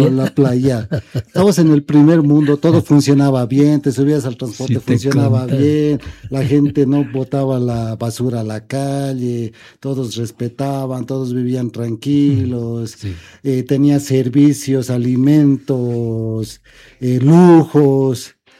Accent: Bolivia; yo como boliviano

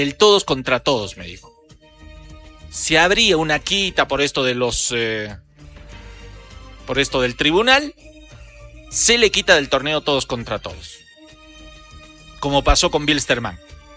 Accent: Bolivia; A veces somos así los bolivianos, el equipo boliviano, ¿no?

